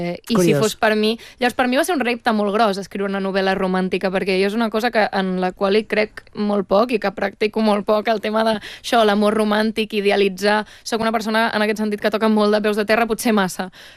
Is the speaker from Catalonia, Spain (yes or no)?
yes; Catalonia, Spain; jo, tot i que sóc catalana i òbviament conec la cultura catalana